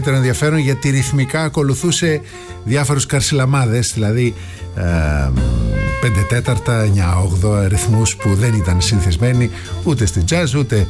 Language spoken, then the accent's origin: Greek; Greece